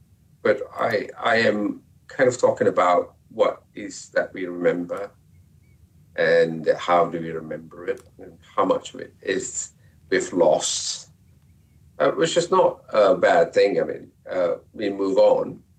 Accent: Malaysia; I'm a Malaysian.

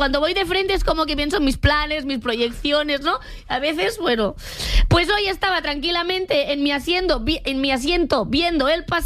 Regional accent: Catalonia, Spain; y como persona catalana esto me

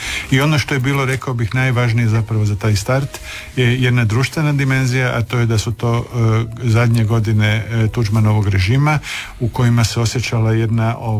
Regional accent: Croatia; Ja radim filmove, ja dolazim iz Hrvatske.

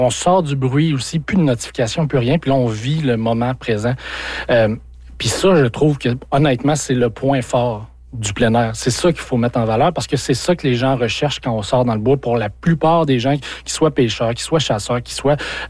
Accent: Quebec, Canada; Ça fait partie de nous, là, à titre de Témiscamingue.

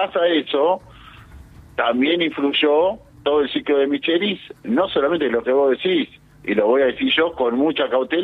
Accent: Ecuador; Soy del Ecuador, continuo.

